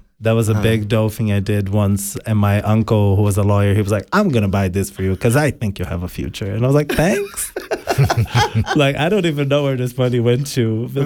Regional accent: Brazil; English is a second language; there was this place in my hometown that they had just free courses to like people from the community. Brazil has quite some good universal access.

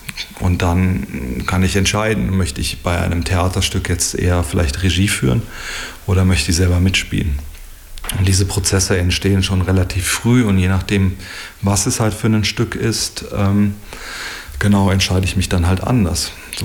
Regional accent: Germany; now in Bern, Switzerland; weil ich bin in Deutschland aufgewachsen, wie man hört.

